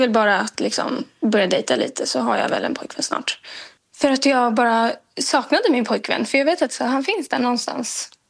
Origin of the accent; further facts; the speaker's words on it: Uppsala County, Sweden; Så jag är från Uppsala, utanför Uppsala.